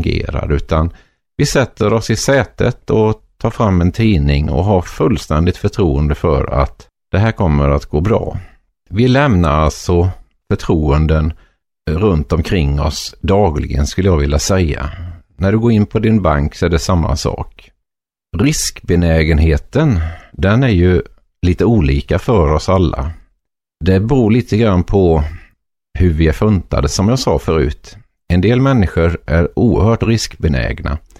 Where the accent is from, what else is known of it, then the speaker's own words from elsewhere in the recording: Småland, Sweden; Jag kommer ju från Småland och det hörs väl troligen.